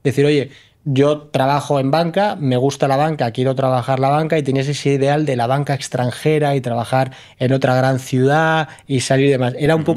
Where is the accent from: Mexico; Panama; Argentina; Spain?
Spain; Bilbao, Basque Country; also born or lived in Madrid / Geneva / Curaçao / Zurich; now in Switzerland